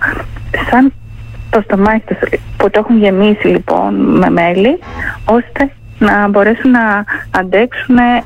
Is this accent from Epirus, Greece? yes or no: yes; Artopoula, Epirus, Greece; moved away as an adult